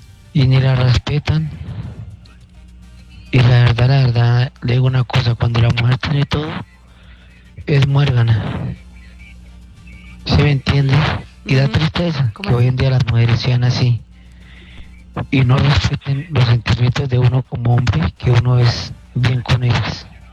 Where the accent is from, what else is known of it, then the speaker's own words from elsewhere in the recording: Cerinza, Boyacá, Colombia; Bueno, soy de Ceriza, Boyacá.